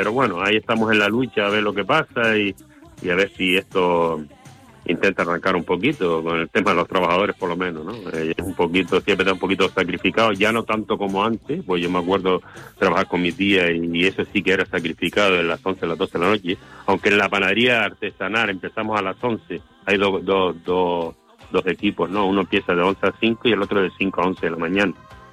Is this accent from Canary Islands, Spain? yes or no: yes; Ingenio, Canary Islands, Spain; Que yo soy, como dice la gente, eres muy canario. Y después de canario soy muy cochinero de Ingenio